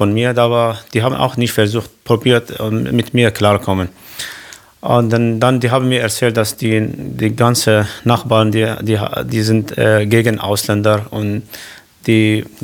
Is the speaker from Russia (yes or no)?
no; Syria; German is a second language; moved away as an adult; now in Ludwigsfelde, Germany; ich bin Deutscher geworden. Ja, ich habe Reisepass und alles, aber ich fühle mich jetzt Syrer und Deutscher